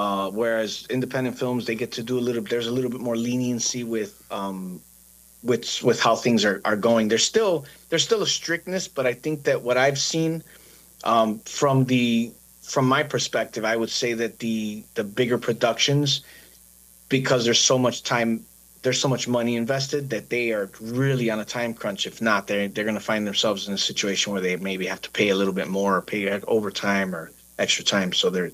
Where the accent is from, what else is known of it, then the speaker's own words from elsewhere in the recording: Chicago, Illinois, United States; I grew up in Chicago listening to Eddie and Jobo